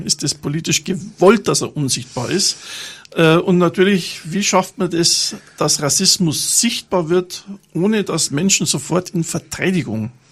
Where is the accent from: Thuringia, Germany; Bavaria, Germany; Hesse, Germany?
Bavaria, Germany; born there; weil ich als geborener, gebürtiger Bayer natürlich sowas, solche Erfahrungen nicht mache